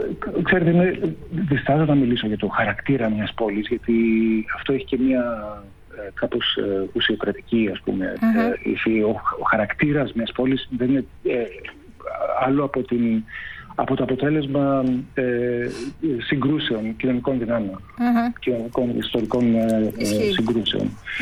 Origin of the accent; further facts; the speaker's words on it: Athens, Attica, Greece; Εγώ είμαι Αθηναίος.